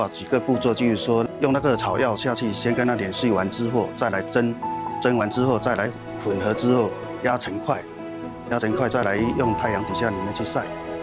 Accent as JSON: {"language": "Chinese", "region": "Fujian", "country": "China", "said": "咱们闽南人自古就有端午先艾草、带香囊的习俗"}